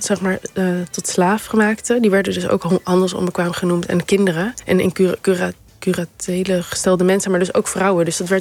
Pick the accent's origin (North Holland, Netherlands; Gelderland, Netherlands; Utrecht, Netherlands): North Holland, Netherlands; Amsterdam; moved away as an adult; now in Rotterdam, Netherlands; En ik woon ook sinds een aantal jaar in Rotterdam. Ik kom uit Amsterdam.